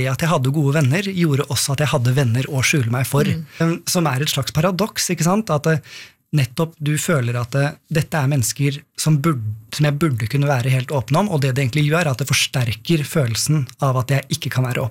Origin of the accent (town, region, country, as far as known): Oppegård, Akershus, Norway; born or raised there